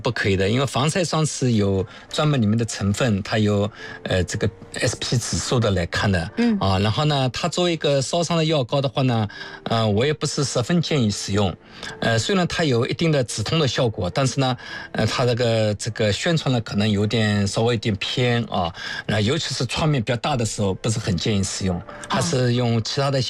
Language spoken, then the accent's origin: Chinese; China